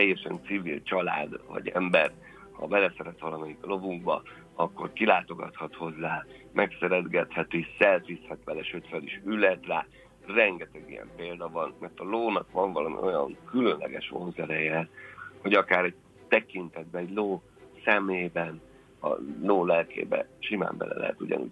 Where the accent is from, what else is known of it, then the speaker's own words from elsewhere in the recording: Hungary; mint magyar művész